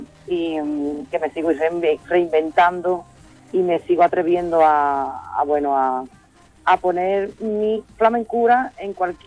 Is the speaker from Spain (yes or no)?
yes; Sanlúcar de Barrameda, Andalusia, Spain; Mi manera es flamenca, yo vengo de la tradición, soy de Sanlúcar de Barrameda...